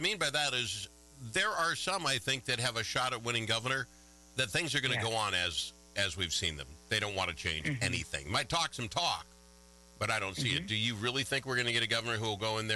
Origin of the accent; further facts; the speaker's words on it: Minnesota, United States; Do I have to put up with this as a Minnesotan